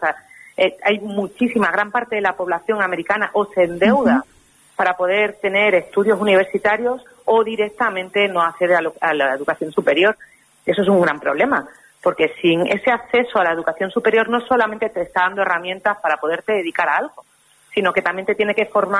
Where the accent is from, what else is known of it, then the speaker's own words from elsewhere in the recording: Jarais de la Vera, Extremadura, Spain; Y es como alguien de un pueblo de Extremadura, de un pueblo chiquitito, que yo soy de Jarais de la Vera